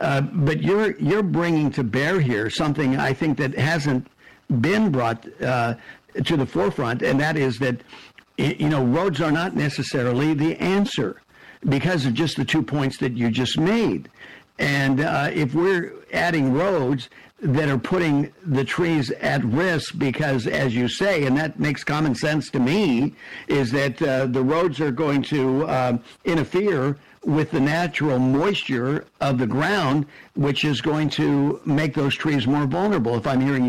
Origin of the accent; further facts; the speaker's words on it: California, United States; I'm from California